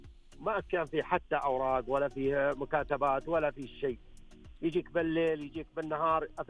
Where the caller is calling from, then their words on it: Khamis Mushait, Asir, Saudi Arabia; من خميس مشير